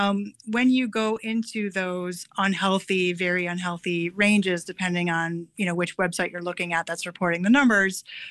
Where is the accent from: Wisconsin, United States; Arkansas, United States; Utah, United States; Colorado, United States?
Wisconsin, United States; Milwaukee; I'm from Milwaukee myself